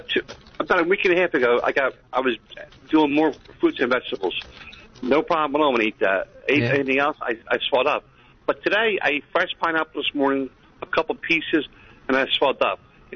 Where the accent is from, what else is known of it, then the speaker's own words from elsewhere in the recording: Philadelphia, Pennsylvania, United States; You're from Trenton. I'm from Philly. You can curse me out.